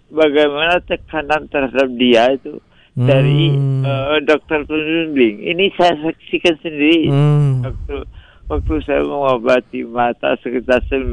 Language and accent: Indonesian; Padang, West Sumatra, Indonesia; Dan saya di waktu itu di tempat perawatan yang cukup ternama di kota saya itu di Padang ya.